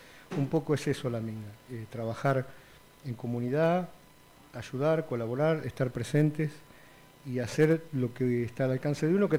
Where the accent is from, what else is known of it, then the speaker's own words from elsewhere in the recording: Charbonier, Córdoba, Argentina; nosotros somos de Charbonnier.